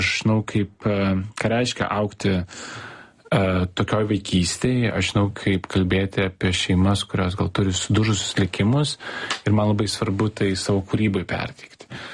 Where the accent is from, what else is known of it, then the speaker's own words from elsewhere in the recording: Vilnius, Vilnius County, Lithuania; kai aš buvau mažas, aš kažkaip augau Pašilaičius, 20-ais buvo visai kitokie tie Pašilaičiai